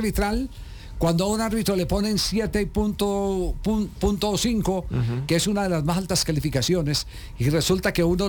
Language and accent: Spanish; Caldas, Colombia; La coincidencia es que es frente al equipo de mi tierra, el Once Caldas.